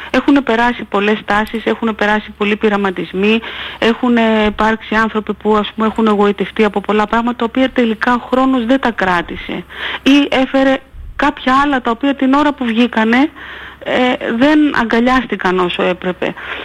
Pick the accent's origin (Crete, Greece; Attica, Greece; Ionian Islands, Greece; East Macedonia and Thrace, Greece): Ionian Islands, Greece; Kefalonia; moved away; Όσοι άνθρωποι ξέρουν ότι είμαι από την Κεφαλονιά